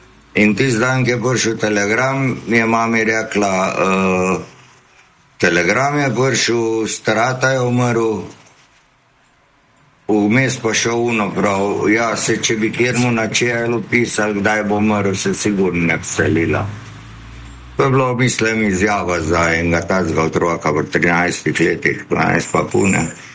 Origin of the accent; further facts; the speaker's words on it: Zagorje ob Savi, Central Sava, Slovenia; also born or lived in Trbovlje; Ja, rodil sem se v bistvu v Trbovljih v bolnici, da ga živel pa v Zagorju, v Psavi.